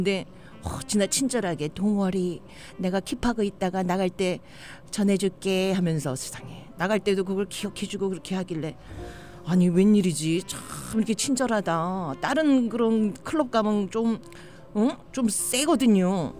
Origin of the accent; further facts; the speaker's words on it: Chungcheong, South Korea; now in Los Angeles, United States; 저는 고향이 충청도고요. 지금은 LA의 한인타운 한타에서 살고 있어요.